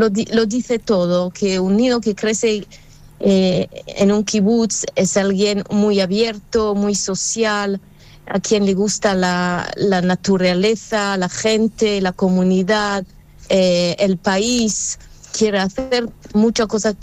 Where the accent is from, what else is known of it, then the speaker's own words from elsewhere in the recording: France; moved away as an adult; now in Israel; como dijo Ale, soy francesa, o sea que llegué a Israel en el año 86, llegué de voluntaria en el kibbutz